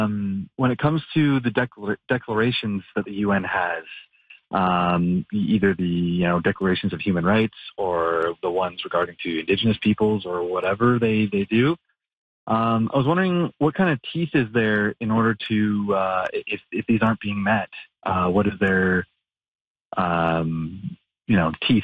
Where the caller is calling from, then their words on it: Chetwynd, British Columbia, Canada; Yes, calling from Chetwynd.